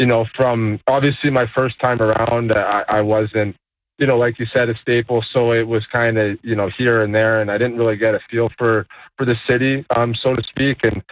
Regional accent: Canada; now in Calgary, Canada; growing up as a Canadian kid

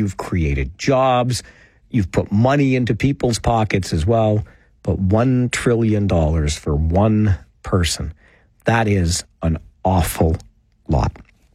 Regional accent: Kitchener, Ontario, Canada; born there; I was only there till I was 6 years old. So, I mean, I was born in the North Ward.

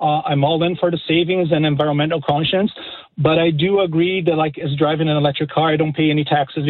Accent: Brazil; now in Nova Scotia, Canada; Well, I'm from Brazil originally

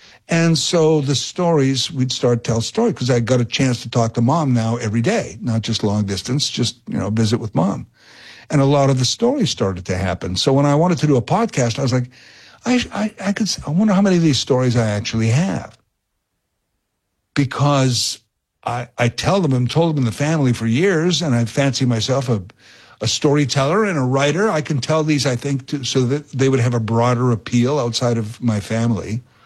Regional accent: Saskatchewan, Canada; stories that I told about my childhood growing up in Saskatchewan in a small town.

